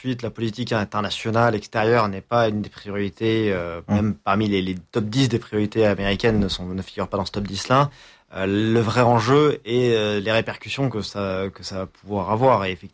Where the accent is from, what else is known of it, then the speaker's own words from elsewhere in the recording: France; à plus forte raison en tant que Français, comme on a été marqué dans notre chair